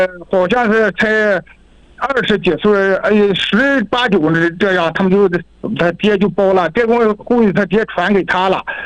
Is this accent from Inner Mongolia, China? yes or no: yes; Inner Mongolia, China; 我是温牛特区乌龙瓜镇兔牌子村于西组的村民。